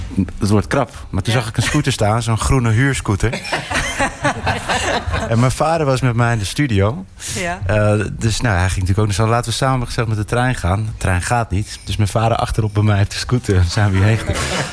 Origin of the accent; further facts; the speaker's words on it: Zandvoort, North Holland, Netherlands; also born or lived in Haarlem; Ik ben in Haarlem geboren, maar heb eigenlijk mijn hele jeugd... tot mijn 19 in Zandvoort gewoond. En daarna eigenlijk tussen het buitenland en Amsterdam.